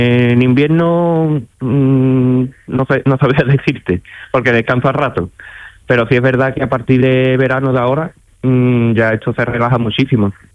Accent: Olivares, Andalusia, Spain; now in Gines, Spain; yo soy de Olivares, aunque vivo en Gine.

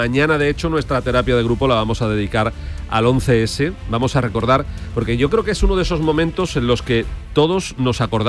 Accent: Jerez de la Frontera, Andalusia, Spain; moved away; Yo estaba también en la radio en mi tierra, en Jerez.

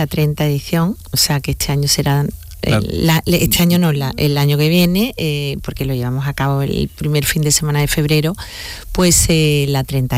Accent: Spain; así somos los españoles

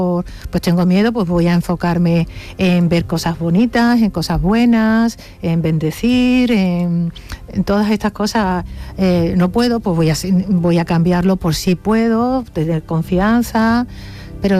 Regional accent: Andalusia, Spain; como soy andaluza me sale así

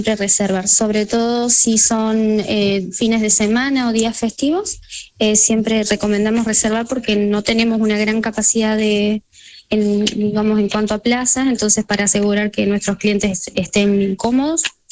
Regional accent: Argentina; now in Almería, Spain; somos todos argentinos

